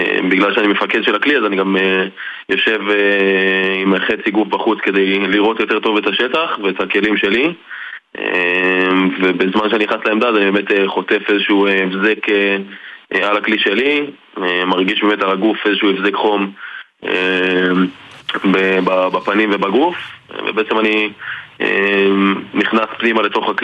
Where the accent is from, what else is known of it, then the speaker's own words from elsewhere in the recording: Tel Aviv, Tel Aviv District, Israel; now in Herzliya, Israel; בן 26, אני גדלתי בתל אביב, היום אני גר בהרצליה, סטודנט שנה ראשונה לפסיכולוגיה ומנהל עסקים באוניברסיטת רייכמן